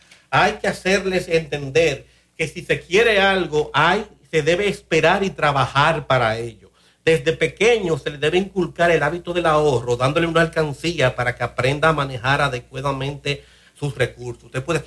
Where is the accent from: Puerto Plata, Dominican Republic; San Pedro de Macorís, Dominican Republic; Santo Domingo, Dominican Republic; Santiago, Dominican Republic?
Santiago, Dominican Republic; Santiago de los Caballeros; Yo soy de Santiago.